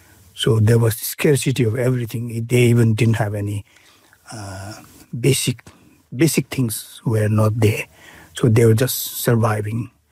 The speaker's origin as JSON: {"language": "English", "country": "Bhutan", "also_born_or_lived": "Nepal", "second_language": "English", "moved": "yes", "lives_now": "New Zealand", "said": "coming from Bhutan, although we had our own, because we are Nepali speaking Bhutanese, we have our own culture"}